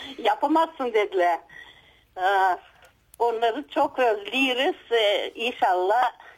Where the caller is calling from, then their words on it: Brestovene, Razgrad Province, Bulgaria; Ben Razgrad'ın Brestovene köyünden